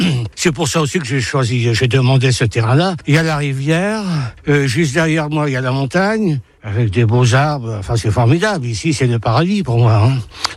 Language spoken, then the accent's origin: French; Normandy, France; par ici, moi, je suis normand. Hein. Attention, je suis un viking.